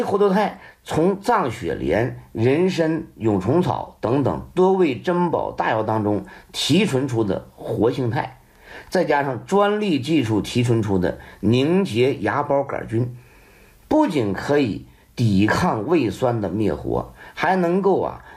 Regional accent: China; 让世界见识到我们中国人的智慧以及在医学领域的尊严。

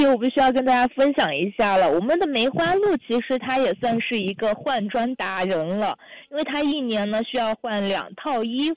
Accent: Yunnan, China; 我们在云南这边比较常见的赤脊小脊子。就村子里面可能比较讲的比较多一点的，就是我老家讲的比较多一点，就是小脊子

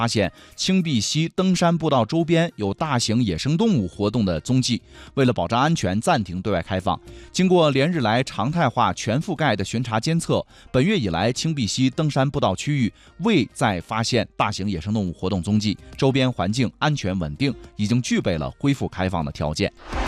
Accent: Yunnan, China; 咱们云南人

